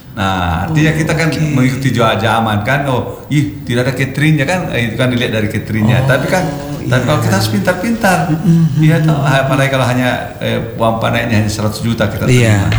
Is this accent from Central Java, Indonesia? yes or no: no; Sinjai, South Sulawesi, Indonesia; Tapi saya kan Bugis Sinjai.